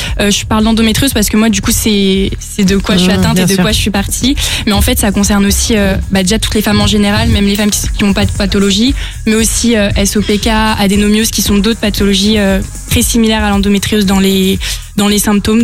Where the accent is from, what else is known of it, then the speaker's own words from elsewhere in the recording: Île-de-France, France; Ouais, je viens d'Île-de-France du 91.